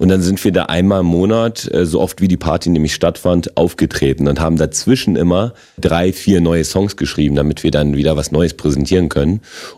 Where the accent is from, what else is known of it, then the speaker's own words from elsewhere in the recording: Berlin, Germany; accent: Berlin; Nee, ich muss mich tatsächlich in anderen Radiosendern beherrschen, dass ich nicht so krass Berliner so.